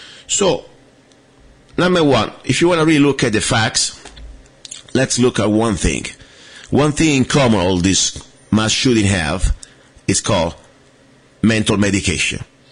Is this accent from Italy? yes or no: yes; Italy; now in United States; I'm from Italy. I'm from Europe.